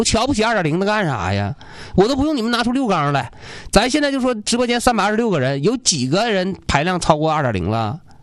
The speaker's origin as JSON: {"language": "Chinese", "town": "Changchun", "region": "Jilin", "country": "China", "said": "我长春人"}